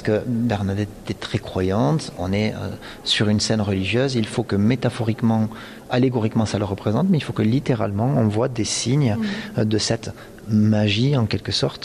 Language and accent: French; Occitanie, France; Je suis un enfant du pays et c'est vrai que je ne boude pas de mon plaisir quand je reçois une commande d'ici.